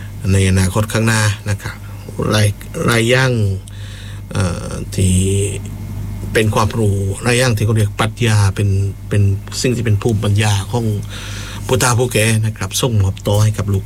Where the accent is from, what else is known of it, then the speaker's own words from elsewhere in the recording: Phuket, Thailand; เราเป็นคนภูเก็ต